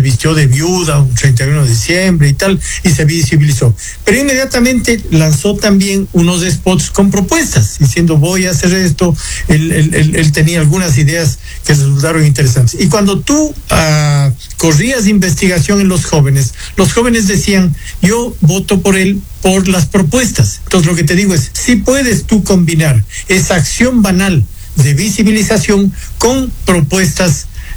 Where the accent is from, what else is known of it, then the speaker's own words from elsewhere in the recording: Ecuador; eso a mí me parece tremendamente triste como ecuatoriano.